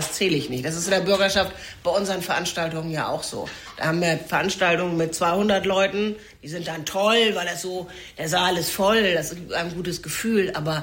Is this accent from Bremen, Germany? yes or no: yes; Bremen, Germany; Ich komme aus Bremen, auch ganz ursprünglich.